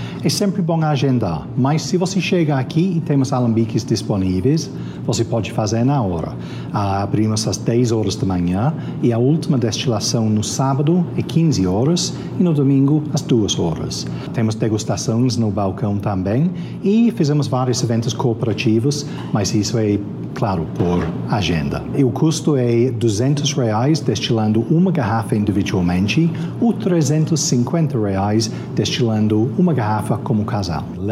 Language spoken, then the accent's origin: Portuguese; England, United Kingdom; Portuguese is a second language; now in Brazil; Eu sou inglês e, claro, todos os ingleses são apaixonados por gin. E gin sempre foi meu destilado favorito. Então, em 2019, eu decidi, eu vou começar a fazer gin aqui no Brasil.